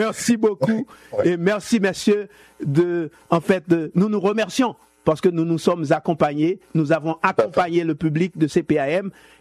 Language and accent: French; Haiti; born there; moved away; Moi, tu sais que je suis né en Haïti. Ça fait longtemps que je suis ici.